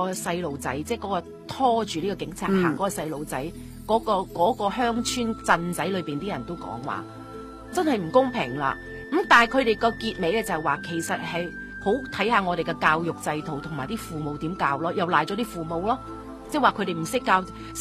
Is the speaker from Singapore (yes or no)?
yes; Singapore; born there; 然后佢翻我喺新加坡出世